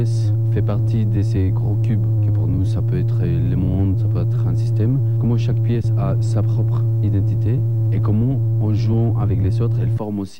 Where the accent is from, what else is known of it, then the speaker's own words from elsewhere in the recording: Colombia; French is a second language; moved away as an adult; now in France; même si on a fait l'école en France et même si ça fait 6 ans qu'on est là, on est de la Colombie